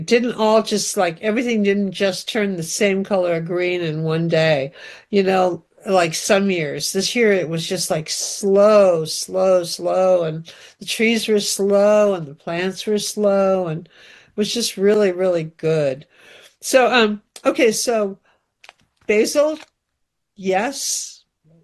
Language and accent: English; Southwest, United States; now in Connecticut, United States; I'm from the Southwest.